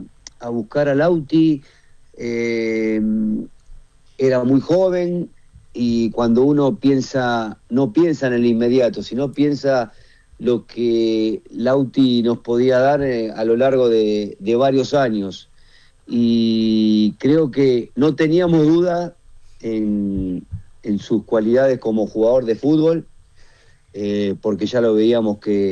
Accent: Argentina; Después, como argentino, me pone muy, muy contento que sea el capitán

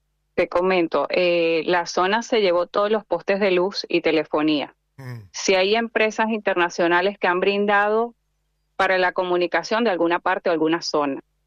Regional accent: Argentina; now in Venezuela; Yo soy una argentina que emigró hace años a Venezuela, justamente a la zona de Vargas

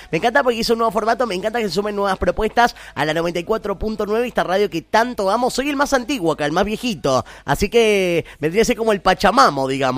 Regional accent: Argentina

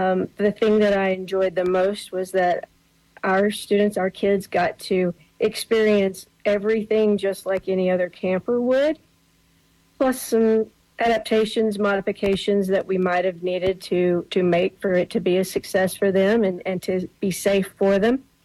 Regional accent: Arkansas, United States; now in Oklahoma, United States; I'm actually from Arkansas

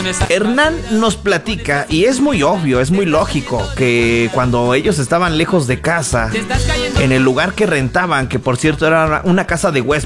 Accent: Mexico; Porque así somos los mexicanos.

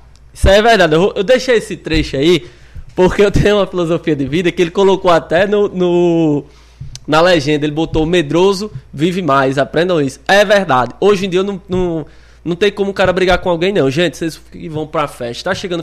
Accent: Brazil

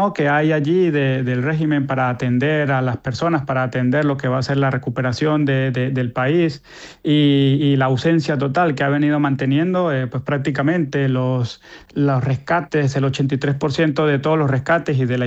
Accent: Venezuela; moved away

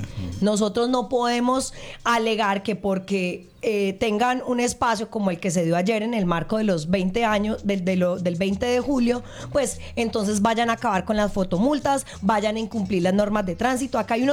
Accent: Cali, Valle del Cauca, Colombia; hicimos como caleños un esfuerzo financiero bastante alto

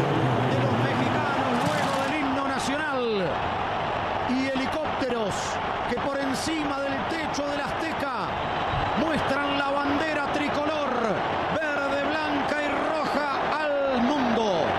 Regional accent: Argentina; Esto lo digo más como futbolero argentino.

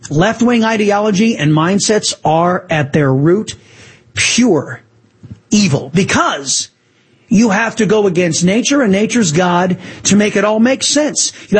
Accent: Texas, United States; somebody from my home state of Texas

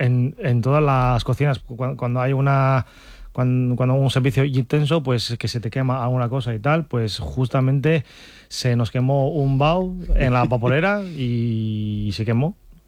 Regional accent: China; now in Castile and León, Spain; yo soy de China

